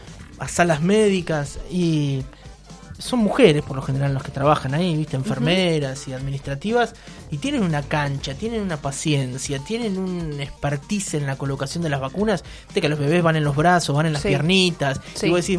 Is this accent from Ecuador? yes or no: no; Argentina; born there